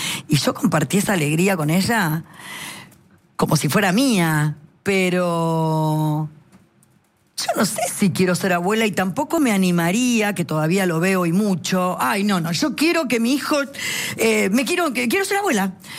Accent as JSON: {"language": "Spanish", "town": "Villa Carlos Paz", "region": "Córdoba", "country": "Argentina", "tie": "born or raised there", "said": "yo soy de Carlos Paz, Córdoba, nací en Villa, en Córdoba capital, pero toda mi vida estuvo la cunita en Córdoba, en Carlos Paz, donde hice en un colegio privado secundario y primario y secundario, Instituto de Modelo de Aplicación."}